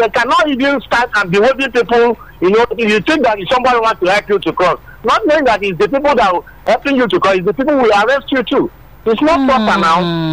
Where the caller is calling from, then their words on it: Badagry, Lagos, Nigeria; I'm calling from Aradabu Badagri.